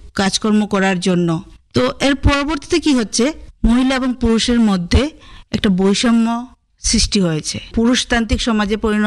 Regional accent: India; আমাদের ভারত সরকার

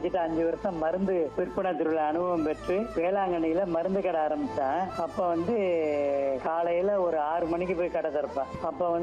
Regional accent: Karaikudi, Tamil Nadu, India; moved away as an adult; also born or lived in Velankanni; now in Bangalore, India; எனது சொந்த ஊர் சிவகங்கை மாவட்டம் காரைக்குடி.

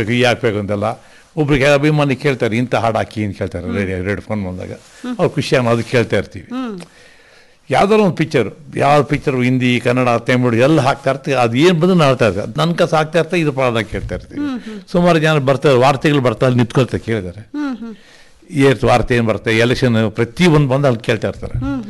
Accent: Bengaluru, Karnataka, India; also born or lived in Malur / Kodagu; ಬೆಂಗಳೂರು ಓದ್ತಿದ್ದೆ. ಅಲ್ಲಿ ನಮ್ಮ ತಾಯಿಯವರು ತುಂಬ ಕಷ್ಟ ಆಯಿತು, ಮಾಲೂರಿಗೆ ಹಾಕಿದ್ರು.

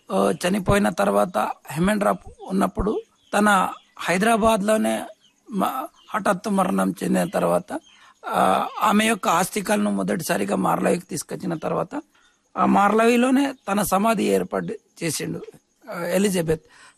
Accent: Marlavai, Telangana, India

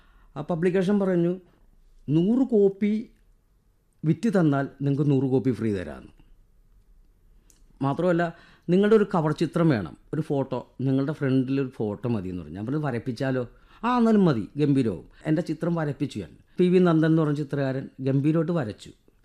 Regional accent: Kerala, India; നിങ്ങളെവിടെ നിന്ന് വരുന്നു? ഞാൻ പറഞ്ഞു, കേരള.

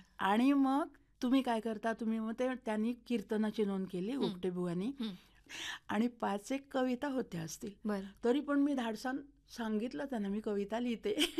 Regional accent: Devgad, Maharashtra, India; moved away; जसं माझं देवगड माहेर आहे तसं आकाशवाणी रत्नागिरी माझं माहेर आहे.

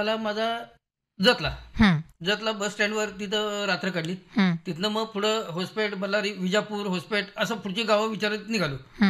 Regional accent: Maharashtra, India; born or raised there

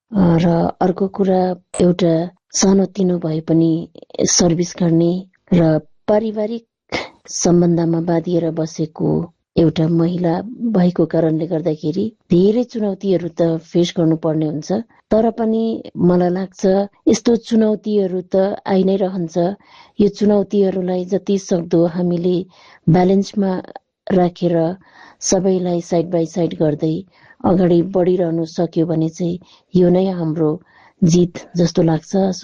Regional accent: Sikkim, India; आफूले आफ्नो स्टेटलाई सिक्किमलाई रिप्रेजेन्ट गर्न पाउँदाखेरि

